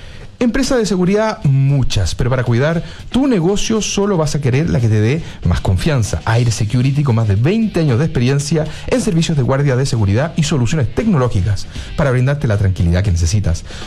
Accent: Biobío, Chile; Y un saludo también a Bio Bio, mi tierra natal

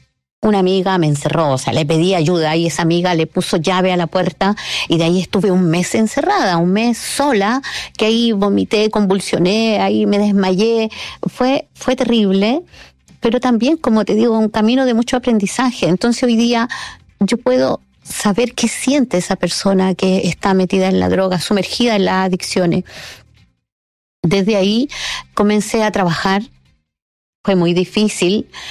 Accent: Parral, Maule, Chile; now in Bajos de Mena, Chile; nacida y criada en Parral, transformada en Bajos de Mena.

